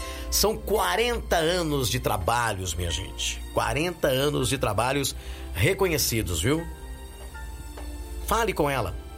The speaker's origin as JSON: {"language": "Portuguese", "town": "Descalvado", "region": "São Paulo", "country": "Brazil", "tie": "born or raised there", "said": "E em Descalvado, Bezerra Paz, minha terra querida, amada e inesquecível"}